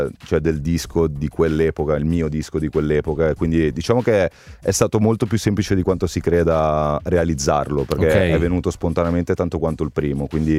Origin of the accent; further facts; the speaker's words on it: Cinisello Balsamo, Lombardy, Italy; born there; crescendo, ho imparato ad apprezzare la periferia vivendo Milano